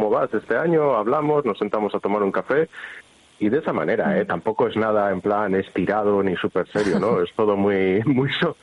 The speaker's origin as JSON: {"language": "Spanish", "country": "Spain", "also_born_or_lived": "Germany", "moved": "as an adult", "said": "cuando me fui de España en el 2000 y pico, entonces sí te diría, bueno, quizás sí, ¿no? De aquella parece que era un poco más difícil, fue cuando me fui a Alemania y cosas de estas."}